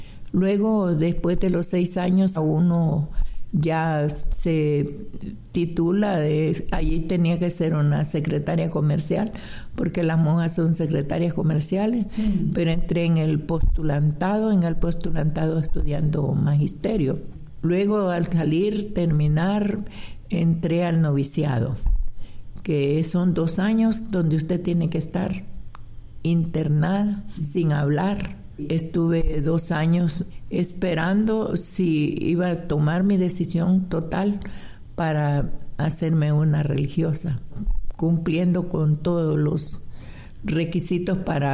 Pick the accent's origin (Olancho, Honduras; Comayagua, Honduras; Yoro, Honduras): Yoro, Honduras; El Progreso; born or raised there